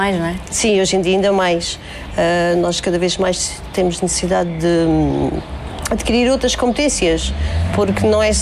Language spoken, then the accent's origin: Portuguese; São Brás de Alportel, Faro, Portugal; born or raised there; now in Fuseta, Portugal